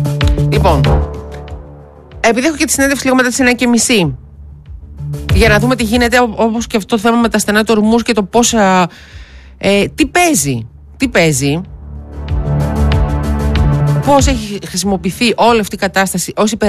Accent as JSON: {"language": "Greek", "town": "Thessaloniki", "region": "Central Macedonia", "country": "Greece", "said": "Καλημέρα στον Απόστολο από Θεσσαλονίκη, εδώ πέρα από την πόλη μου."}